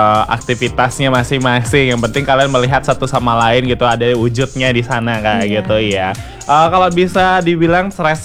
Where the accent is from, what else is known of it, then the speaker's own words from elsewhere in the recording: Bangli, Bali, Indonesia; ada di kampung aku di Bangli